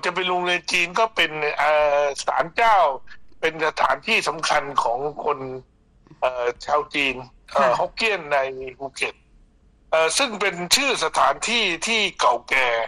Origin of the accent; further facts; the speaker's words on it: Phuket, Thailand; ผมเป็นคนภูเก็ตเกิดที่ภูเก็ตแล้วก็เรียนมัธยม